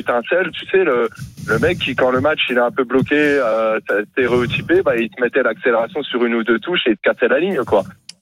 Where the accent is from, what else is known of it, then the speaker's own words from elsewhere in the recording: Grand Est, France; now in Toulouse, France; je suis un Toulousien d'export. Je viens du nord-est de la France à la base.